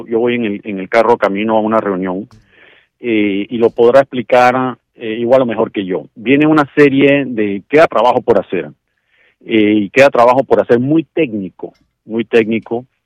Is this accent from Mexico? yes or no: no; Panama; Realmente ahí me sentí como panameño orgulloso, es decir, los panameños podemos hacer lo que prometemos